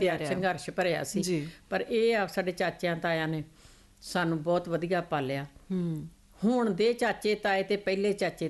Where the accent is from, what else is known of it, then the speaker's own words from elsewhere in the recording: Pandher, Punjab, India; now in Amritsar, India; ਇਹ ਸਾਡਾ ਪਿੰਡ ਪੰਧੇਰ ਆ, ਅੰਮ੍ਰਿਤਸਰ ਜ਼ਿਲ੍ਹੇ ਦੇ ਵਿੱਚ ਆ।